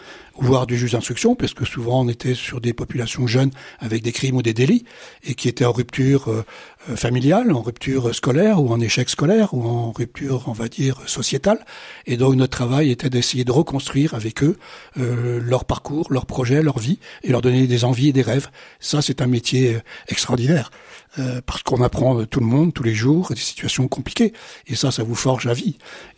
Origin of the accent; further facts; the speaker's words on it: Brittany, France; moved away as an adult; also born or lived in Île-de-France; je suis breton d'origine.